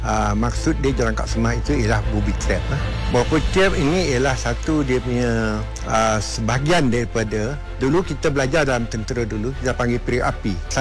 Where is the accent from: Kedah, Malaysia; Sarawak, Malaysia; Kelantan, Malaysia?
Kelantan, Malaysia; Wakaf Baru; Saya berasal dari Kampung Kulim, Wakaf Baru, Kelantan.